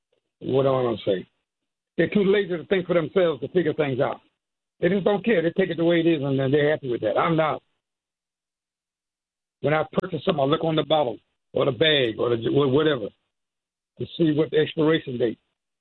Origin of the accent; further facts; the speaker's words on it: the South, United States; I'm from the South. And I know I've had milk I keep for days